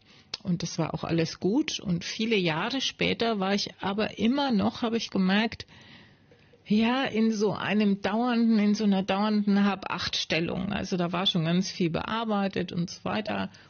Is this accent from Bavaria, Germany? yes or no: yes; Nuremberg, Bavaria, Germany; born there; moved away as an adult; ich bin in Nürnberg geboren